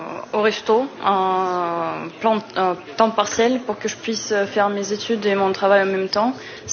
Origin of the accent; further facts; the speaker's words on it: Russia; French is a second language; now in Poitiers, France; Oui, je suis étrangère, je viens de Russie.